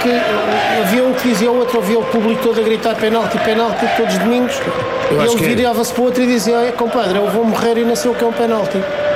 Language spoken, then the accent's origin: Portuguese; Sarilhos, Setúbal, Portugal; lá na minha terra, em Sarilhos, que é aqui do lado do rio